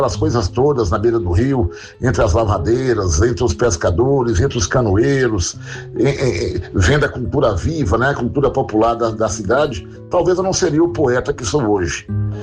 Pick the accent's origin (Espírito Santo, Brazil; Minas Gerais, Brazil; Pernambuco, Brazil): Minas Gerais, Brazil; Jequitinhonha; a minha poética, ela é sempre focada na memória e na minha infância vivida aqui em Jequitinhonha. Então, Jequitinhonha está sempre presente na minha obra, né?